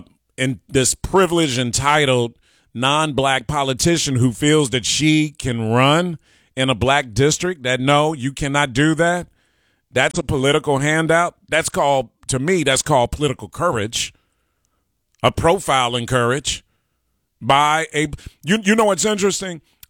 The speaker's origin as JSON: {"language": "English", "town": "Chicago", "region": "Illinois", "country": "United States", "said": "I'm from Chicago"}